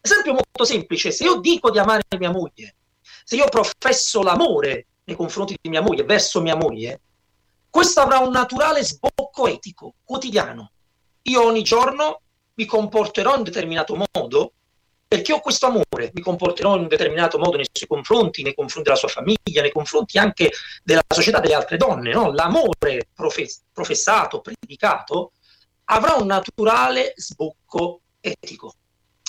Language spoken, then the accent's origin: Italian; Naples, Campania, Italy; now in Pozzuoli, Italy; Come si sente un po' anche dalla mia accento, non credo neanche un po'. Sono nativo di Napoli, sono napoletano, vivo a Pozzuoli da moltissimi anni